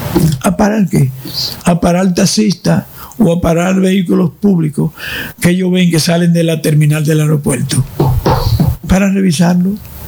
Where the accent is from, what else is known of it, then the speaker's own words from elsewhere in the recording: Baní, Peravia, Dominican Republic; En específico a mi pueblo Baní.